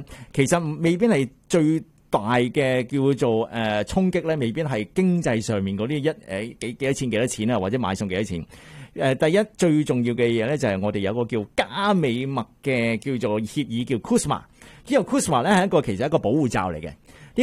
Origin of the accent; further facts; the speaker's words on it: Canada; 我哋加拿大人咧，亦都開始咧進行呢個抵制美國法 buy Canadian 呢樣嘢啦